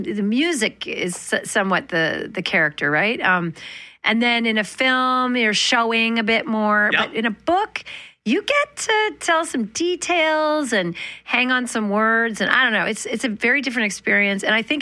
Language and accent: English; Manitoba, Canada; Growing up in Manitoba, I always tell this story.